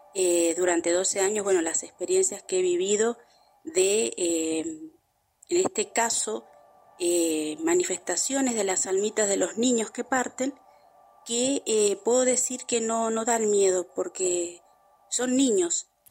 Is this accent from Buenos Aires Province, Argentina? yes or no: no; Mendoza, Argentina